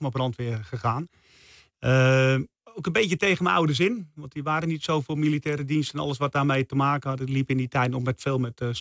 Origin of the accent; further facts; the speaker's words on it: Rijsenhout, North Holland, Netherlands; born there; Ik ben geboren in Rijsenhout.